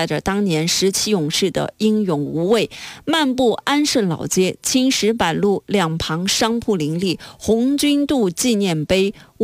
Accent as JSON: {"language": "Chinese", "country": "China"}